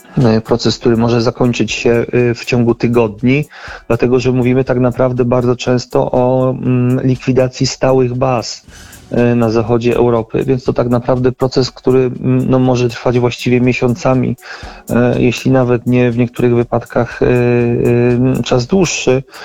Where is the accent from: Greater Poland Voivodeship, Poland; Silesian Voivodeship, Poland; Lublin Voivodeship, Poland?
Greater Poland Voivodeship, Poland; Poznań; jestem z Poznania